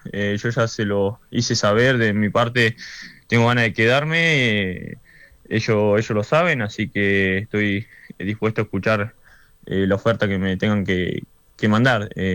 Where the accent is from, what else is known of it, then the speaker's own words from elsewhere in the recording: Neuquén, Argentina; now in Córdoba, Argentina; Sí, la verdad es, yo de verdad que soy de Neuquén, pero se me ha pegado un poquito la tonada. Es difícil todo el día escuchando a los cordobeses que no se te pegue un poco.